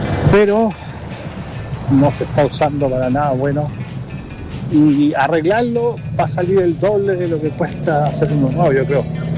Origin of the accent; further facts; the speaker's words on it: Antofagasta, Chile; yo soy de Antofagasta y vengo de 60 años de que nací